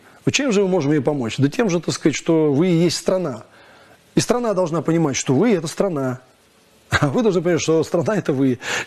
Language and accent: Russian; Moscow, Russia; Видимо, потому что я коренной, поэтому оно у меня есть. Да? Потому что я к Москве отношусь как к историческому, как бы, центру цивилизации.